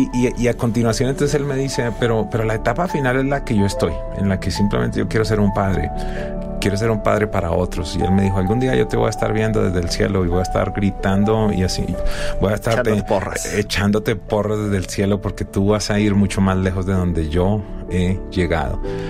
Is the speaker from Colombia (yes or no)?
yes; Colombia; moved away; Viajo a Colombia hace 2 semanas. Allí hago la referencia y me encuentro que mi país de origen